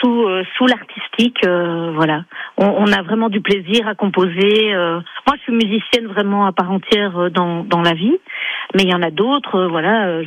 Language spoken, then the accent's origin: French; Belgium; Nous venons de Belgique.